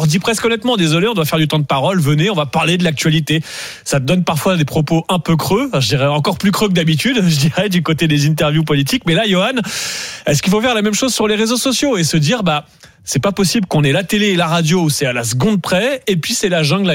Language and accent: French; France; En France, on a en effet. On est français, on est comme ça.